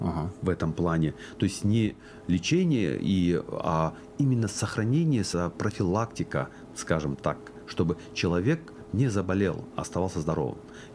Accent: Dagestan, Russia; я дагестанец

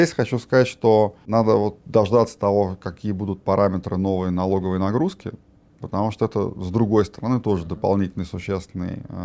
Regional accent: Kostroma, Kostroma Oblast, Russia; поскольку мы были из Костромы

